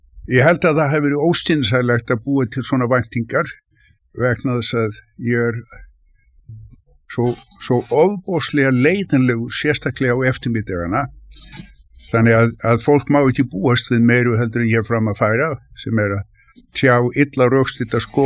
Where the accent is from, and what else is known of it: Reykjavík, Capital Region, Iceland; born or raised there